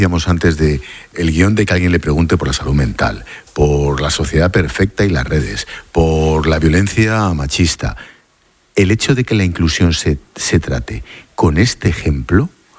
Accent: Madrid, Community of Madrid, Spain; yo me sentí muy orgulloso como madrileño de pertenecer al mismo país

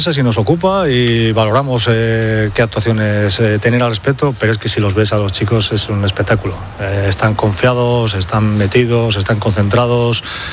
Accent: Spain; Yo soy español.

